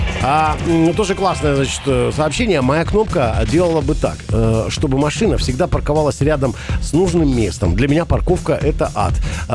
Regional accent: Rostov Oblast, Russia; мы выросли на Дону

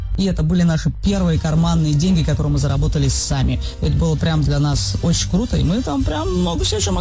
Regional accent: Kaliningrad Oblast, Russia; Я родилась в Калининградской области, училась в школе в небольшом городке на побережье.

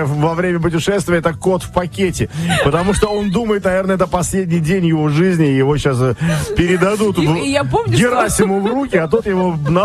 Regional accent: Yekaterinburg, Sverdlovsk Oblast, Russia; я из Екатеринбурга.

